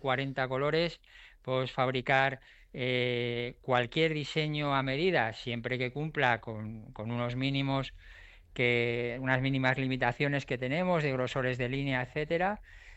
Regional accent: Pinoso, Valencian Community, Spain; also born or lived in Alicante; Alicante, nací en Alicante, pero Pinoso ha sido como yo pasé mi infancia, que tengo unos recuerdos increíbles, hasta los 11, 12 años en Rodriguillo, Pinoso, una aldeíta de Pinoso.

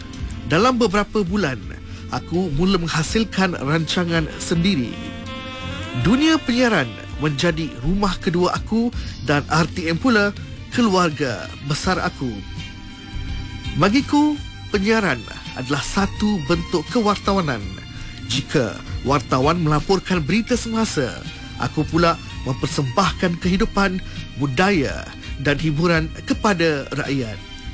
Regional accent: Perak, Malaysia; also born or lived in Sabak Bernam / Teluk Intan / Ipoh; Aku dilahirkan di Hilir Perak pada 8 Julai 1956. Anak jati kepada sebuah pekan kecil yang kehidupannya dibentuk oleh komuniti, tradisi dan kegembiraan bercerita.

